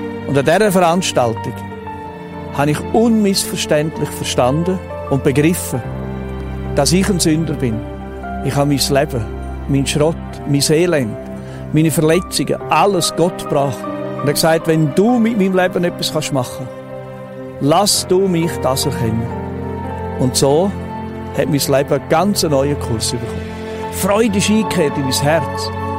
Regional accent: Switzerland; die ich als Schweizer Soldat in der Stube hatte.

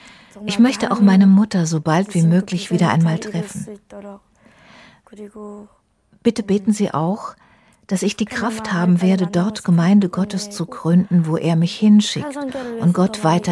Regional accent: North Korea; German is a second language; now in Germany

